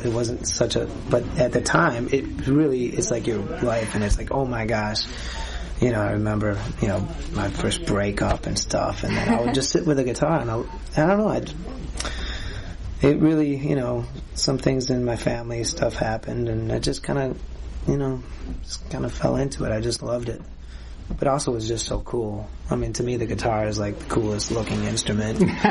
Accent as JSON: {"language": "English", "town": "Clinton Township", "region": "Michigan", "country": "United States", "tie": "born or raised there", "said": "And I grew up outside of Detroit in Clinton Township, which is like kind of by Mount Clemens."}